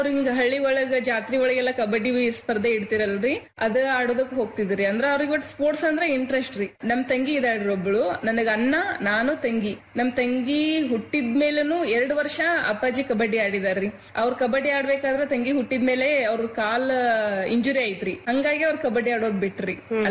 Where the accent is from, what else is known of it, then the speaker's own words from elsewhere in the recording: Karnataka, India; ನಮ್ಮ ಊರ್ ನಿಯರ್ ಜಮಖಂಡಿ ಅಂತ ಹೇಳಿ ನಮ್ ತಾಲೂಕ್ ರೀ